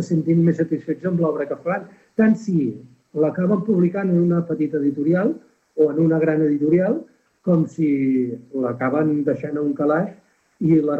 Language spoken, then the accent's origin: Catalan; Camprodon, Catalonia, Spain; vam decidir tornar a viure al meu poble i vivim a Camprodon.